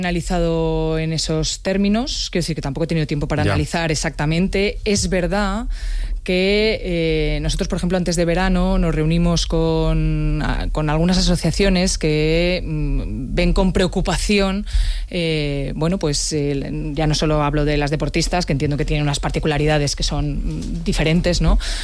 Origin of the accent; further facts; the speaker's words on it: Community of Madrid, Spain; como ministra y como madrileña